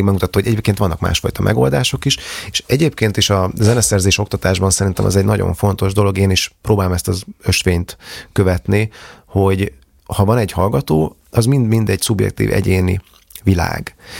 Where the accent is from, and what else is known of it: Budapest, Hungary; born or raised there